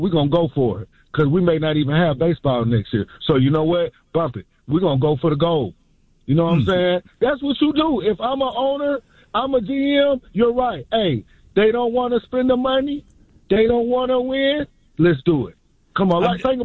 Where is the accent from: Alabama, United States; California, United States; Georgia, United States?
Georgia, United States; Atlanta; Like, I'm from Atlanta, and I love my Braves.